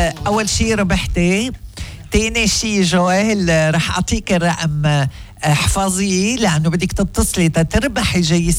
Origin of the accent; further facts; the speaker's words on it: Lebanon; ما أنا لبنانية مثلكم